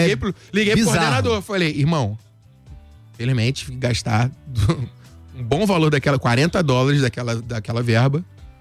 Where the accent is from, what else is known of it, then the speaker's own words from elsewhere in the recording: Rio de Janeiro, Brazil; E eu nasci no Campinho, fui criado em Padre Miguel, na Vila Aliança, em Bangu